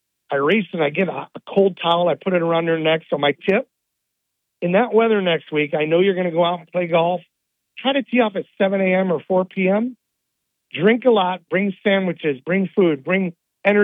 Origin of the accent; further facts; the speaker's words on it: Florida, United States; So I'm from Florida. I'm not going to say it's easy for me, but I'm kind of used to that.